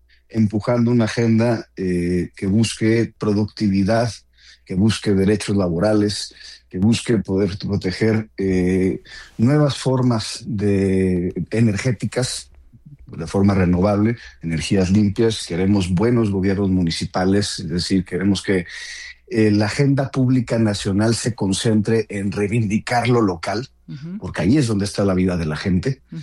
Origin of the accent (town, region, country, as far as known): Mexico